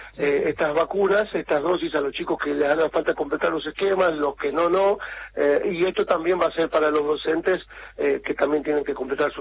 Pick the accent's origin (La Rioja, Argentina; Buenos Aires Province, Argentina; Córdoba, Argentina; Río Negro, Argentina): La Rioja, Argentina; hablo como riojano